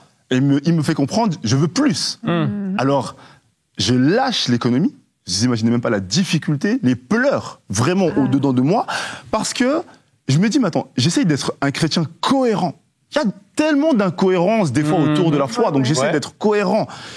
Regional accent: Switzerland; Je suis suisse

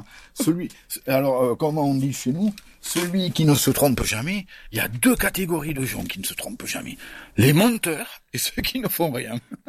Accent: Nouvelle-Aquitaine, France; un très bon producteur dans les Landes, chez nous, dans la Gironde.

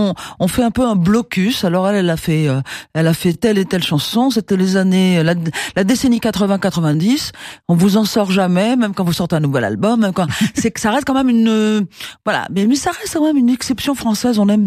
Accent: Algiers, Algiers Province, Algeria; born there; moved away; also born or lived in Casablanca, Morocco; je suis d'Afrique du Nord, je suis née à Alger, j'ai vécu à Casablanca

